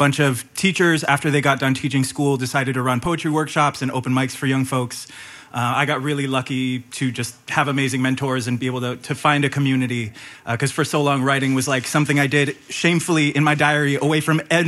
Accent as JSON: {"language": "English", "town": "Honolulu", "region": "Hawaii", "country": "United States", "tie": "born or raised there", "said": "Honolulu, Hawaii."}